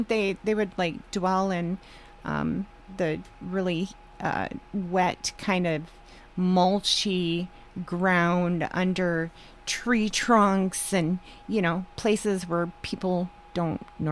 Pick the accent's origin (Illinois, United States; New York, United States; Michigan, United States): Michigan, United States; now in Oregon, United States; So I grew up in Michigan and we had a well, right? Like a traditional well.